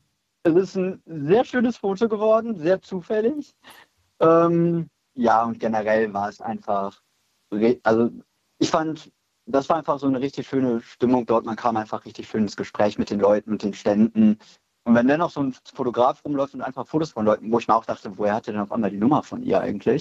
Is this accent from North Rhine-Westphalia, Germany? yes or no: yes; Solingen, North Rhine-Westphalia, Germany; Oh, also hier in meiner Heimatstadt, Solingen, da ist der CSD so ein bisschen gewachsen